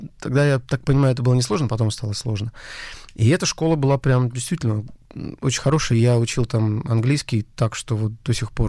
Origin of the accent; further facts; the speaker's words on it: Murmansk, Murmansk Oblast, Russia; moved away as an adult; под Новый год в 1977 году, 29 декабря, и в городе Мурманске. Город Мурманск, жил там до 18 лет.